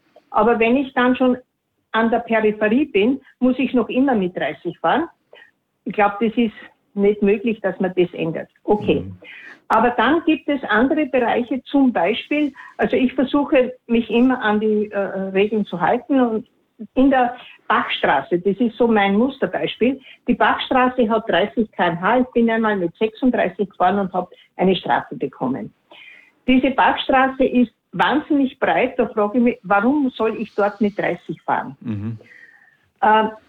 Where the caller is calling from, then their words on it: Köstendorf, Salzburg, Austria; Ich rufe aus Köstendorf an.